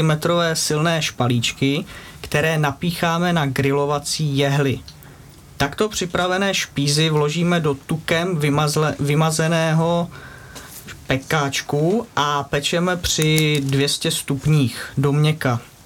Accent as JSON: {"language": "Czech", "town": "Jasená", "region": "Hradec Králové Region", "country": "Czechia", "said": "Z Jasené."}